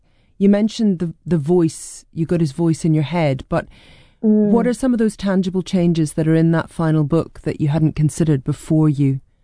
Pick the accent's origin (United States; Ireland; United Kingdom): United Kingdom; Scotland; growing up in Scotland